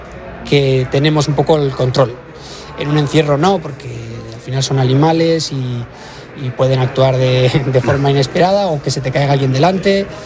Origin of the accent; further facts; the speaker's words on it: Pamplona, Navarre, Spain; Soy de Pamplona toda la vida